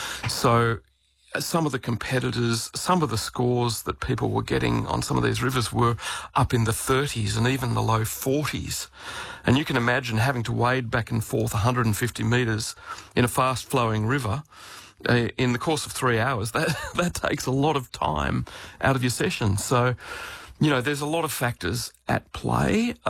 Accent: Australia; one of the challenges for us as the Australian team is that the major species that we were fishing for over there were grayling

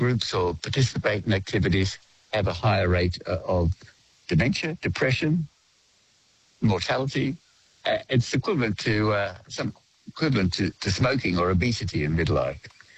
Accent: Australia; Well, that's my hobby horse, being the Australian of the Year.

